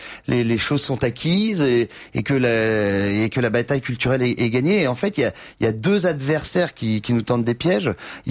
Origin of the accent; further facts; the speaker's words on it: Louveciennes, Île-de-France, France; mon voisin de Loucienne, là où j'ai grandi